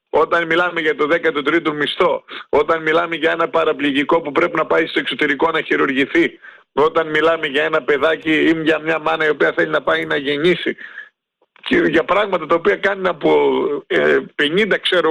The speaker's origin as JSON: {"language": "Greek", "country": "Greece", "said": "έχουμε μάθει σαν Έλληνες να μιλάμε για εκατομμύρια και για δισεκατομμύρια."}